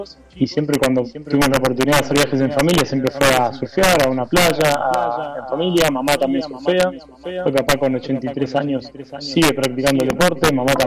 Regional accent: Buenos Aires, Argentina

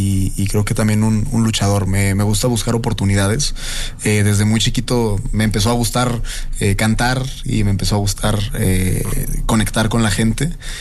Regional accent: Monterrey, Nuevo León, Mexico; yo soy de Monterrey, Nuevo León.

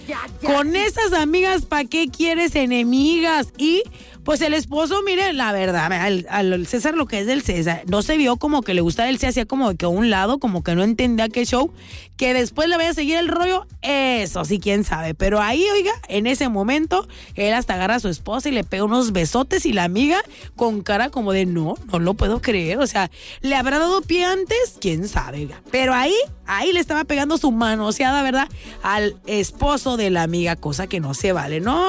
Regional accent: Veracruz, Mexico; Saludos a todos los que somos de Veracruz

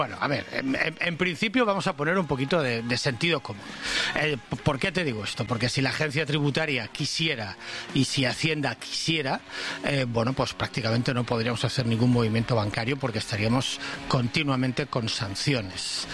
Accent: Valencia, Valencian Community, Spain; born or raised there

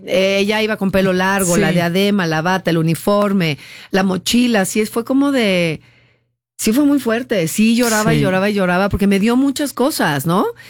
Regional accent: Mexico; nosotros como mexicanos nos burlamos de todo

